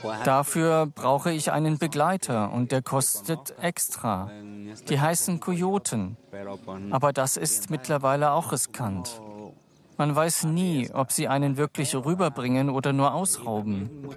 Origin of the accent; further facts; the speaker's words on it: Honduras; moved away as an adult; Ich komme aus Honduras. Wir sind Auswanderer. Wir sind aus wirtschaftlichen, politischen, kulturellen und sozialen Gründen ausgewandert